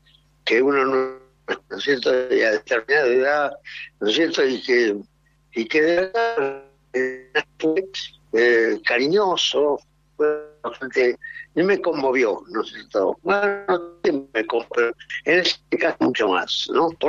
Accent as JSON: {"language": "Spanish", "town": "Avellaneda", "region": "Buenos Aires Province", "country": "Argentina", "tie": "born there", "said": "Yo nací en Avellaneda, sí."}